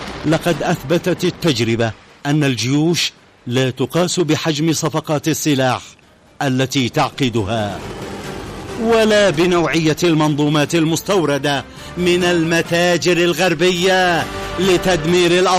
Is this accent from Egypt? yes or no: no; Yemen; سنوات العدوان على بلادنا اليمن